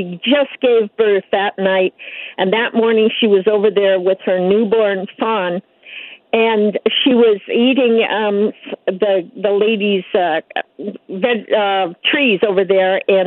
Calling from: Ashland, Oregon, United States; I'm in Ashland, Oregon, then.

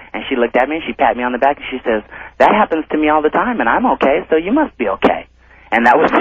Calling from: Los Angeles, California, United States; I'm from Los Angeles myself.

